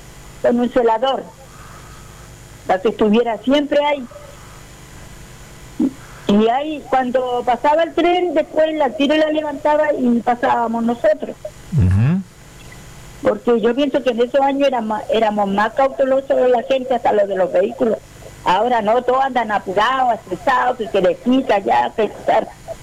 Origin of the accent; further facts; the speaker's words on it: Lota, Biobío, Chile; moved away; cuando llegamos nosotros aquí de Lota en el año 79, a los dos años después yo entré a trabajar al empleo mínimo ahí